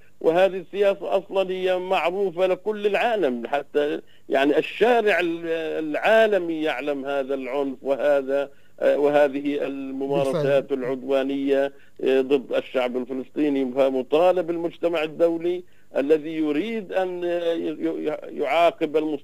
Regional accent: Palestine; ونحن كفلسطينيين

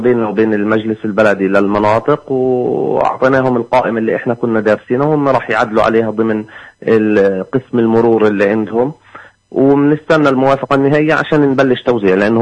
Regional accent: Hebron, Hebron Governorate, Palestine; مدينتنا مدينة الخليل

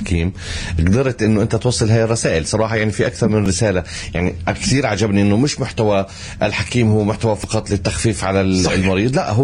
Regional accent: Palestine; مصر لها حصه عندنا كفلسطينيه

